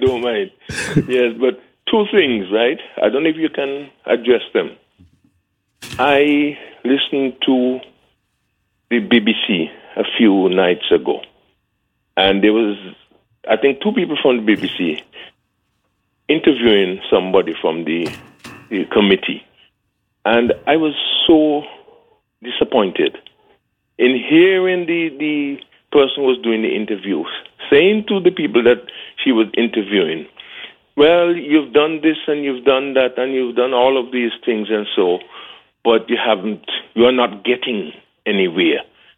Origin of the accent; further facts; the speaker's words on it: Montserrat; If we are British or British Overseas Territory citizens